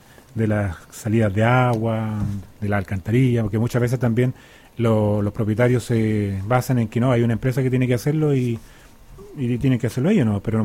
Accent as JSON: {"language": "Spanish", "country": "Chile", "said": "Nosotros como chilenos"}